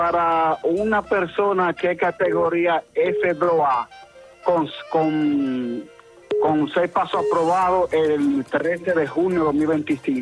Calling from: Santiago de los Caballeros, Santiago, Dominican Republic; De Santiago, de los Caballeros.

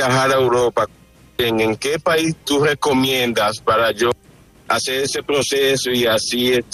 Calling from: Santiago de los Caballeros, Santiago, Dominican Republic; Te llamo Santiago de los Caballeros.

